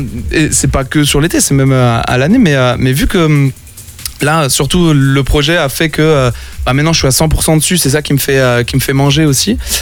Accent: Landerneau, Brittany, France; vu que j'ai grandi sur Landerneau, tout ce beau monde là devant.

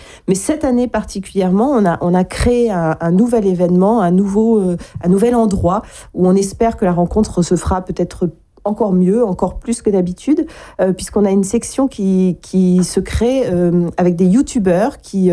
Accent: Brittany, France; chez nous en Bretagne, d'avoir de nombreuses salles à proximité, évidemment pas seulement à Brest.

